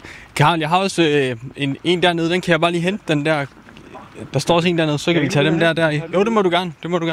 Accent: North Denmark Region, Denmark; moved away; jeg er jo også nordjyde oprindeligt.

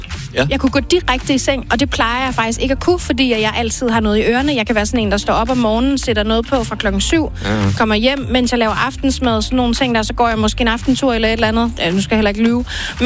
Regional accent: Funen, Region of Southern Denmark, Denmark; moved away; Jeg kommer fra Fyn

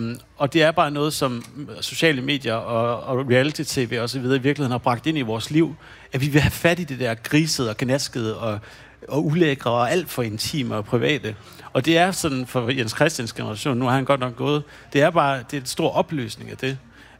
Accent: Hanstholm, North Denmark Region, Denmark; min opvækst i Hanstholm i 90'erne.

